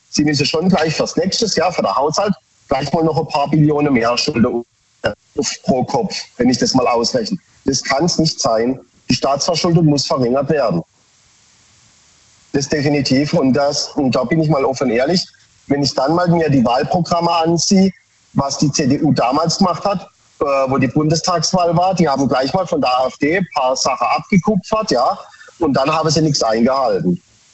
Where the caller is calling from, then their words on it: Baden-Baden, Baden-Württemberg, Germany; Von Baden-Baden.